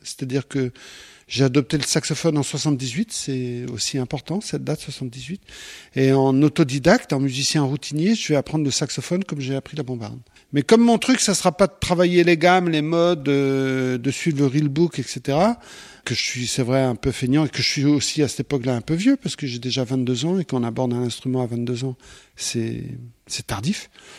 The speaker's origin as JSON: {"language": "French", "region": "Brittany", "country": "France", "tie": "born or raised there", "moved": "yes", "said": "Les petites villes s'appellent des bourgs chez nous, parce que je viens de Bretagne."}